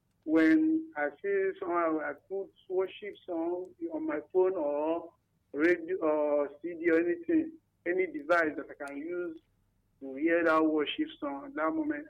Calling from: Benue, Nigeria; I'm calling from Bokyo Benue State.

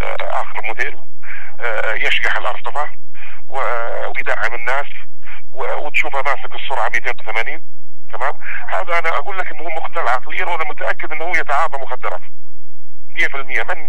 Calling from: Yemen; عندنا في الجنوب

